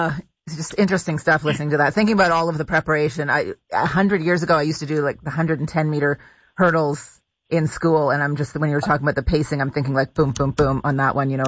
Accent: Ottawa, Ontario, Canada; I grew up near Mooney's Bay

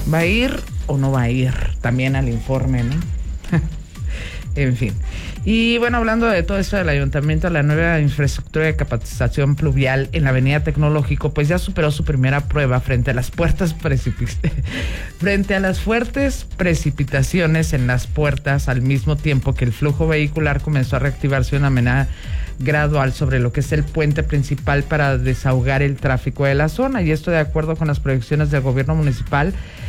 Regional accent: Mexico; yo soy 100% mexicana y me considero mexicana, así con el nopalito en la frente

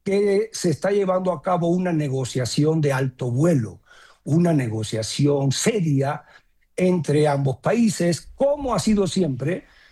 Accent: Cuba; born there; yo nací en Cuba, así que hablo

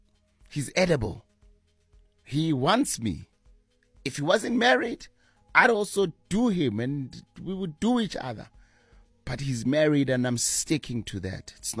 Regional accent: South Africa; moved away; my hometown in Alwa North

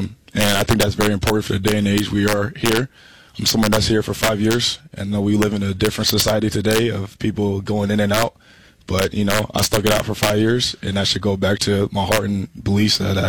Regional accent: Omaha, Nebraska, United States; I'm a kid from Omaha, Nebraska. Went to middle school and high school there. Went to Omaha Burke.

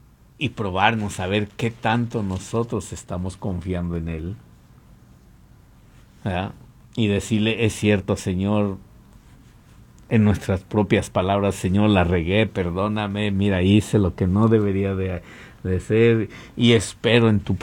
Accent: Mexico; moved away; cuando estaba allá en México, en mi país

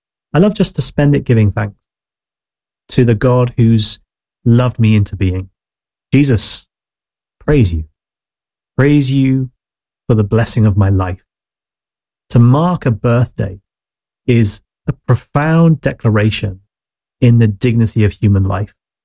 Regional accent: United Kingdom; I'm a Brit

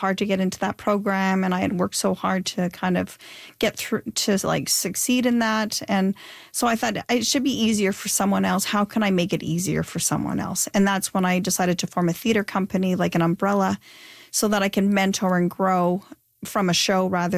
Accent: Northern Canada, Canada; moved away; I come from the North, no theater training, no dance training, no piano, no nothing, no singing lessons.

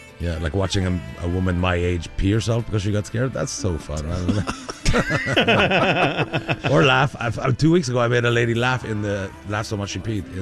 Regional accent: Canada; I'm French Canadian

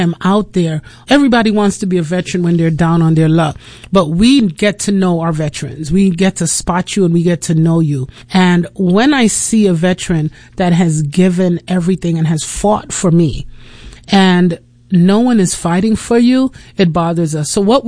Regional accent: New York, United States; moved away as an adult; also born or lived in England; now in Port St. Lucie, United States; So first of all, I'm from Brooklyn.

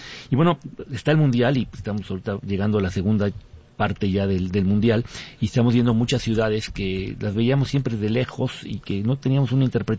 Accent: Puebla, Mexico; nosotros somos la Puebla de Los Ángeles.

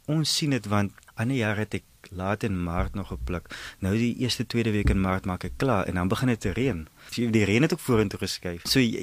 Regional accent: Riversdale, Western Cape, South Africa; Riversdal, ek is laerskool en hoërskool daar, so daar ek is na die landbouskool toe, Oakdale, hoër landbouskool Oakdale toe

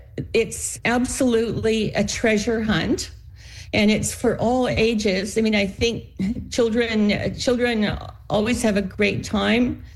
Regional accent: Canada; We've made a commitment as Canadian grandmothers in 2006

